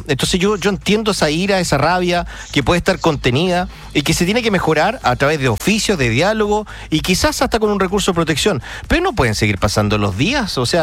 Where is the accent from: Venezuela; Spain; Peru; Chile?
Chile; Punta Arenas, Magallanes and Chilean Antarctica; moved away; yo soy magallánico y viví en Punta Arenas muchos años.